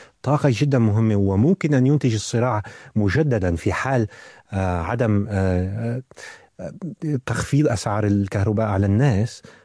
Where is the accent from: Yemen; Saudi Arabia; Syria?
Syria; now in Lower Saxony, Germany; أنا كسوري